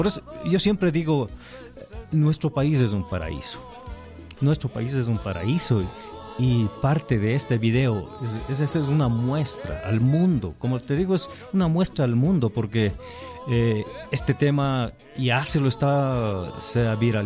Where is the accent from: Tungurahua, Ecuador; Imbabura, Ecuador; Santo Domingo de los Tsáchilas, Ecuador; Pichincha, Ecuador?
Tungurahua, Ecuador; Píllaro; moved away as an adult; aunque yo viva afuera más de 35 años, casi 36 años, nunca he dejado de pensar en mi tierra natal, Píllaro, Tungurahua, Ecuador.